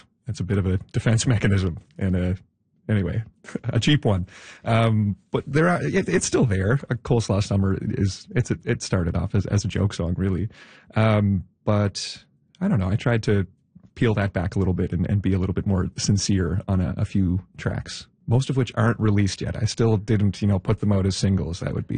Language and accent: English; Wolfville, Nova Scotia, Canada; I grew up in Wolfville, it's a very kind of artsy-fartsy musical town.